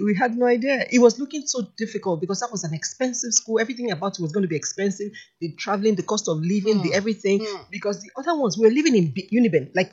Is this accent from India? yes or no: no; Edo, Nigeria; I'm from Edo State, catchment area.